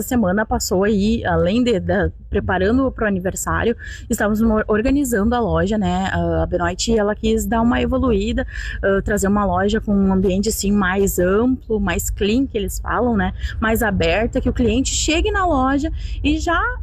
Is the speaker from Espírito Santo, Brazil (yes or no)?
no; Restinga Seca, Rio Grande do Sul, Brazil; Eu sou de Restinga